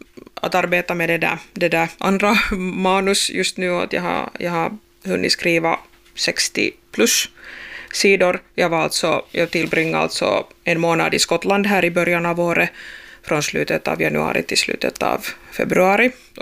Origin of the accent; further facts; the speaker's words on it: Bjärnå, Southwest Finland, Finland; jag tror nästan halva min barndom alltså på Bibban i Bjärnå.